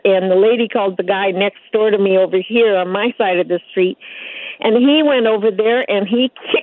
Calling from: Ashland, Oregon, United States; I'm in Ashland, Oregon, then.

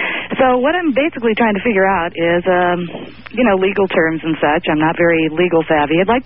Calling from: California, United States; I'm calling from Southern California.

